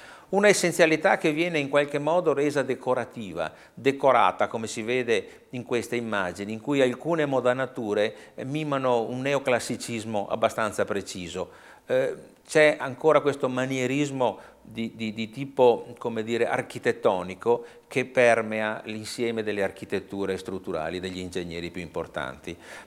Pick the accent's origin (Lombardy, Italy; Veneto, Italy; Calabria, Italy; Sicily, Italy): Veneto, Italy; Padua; passiamo a Padova, la mia città natale.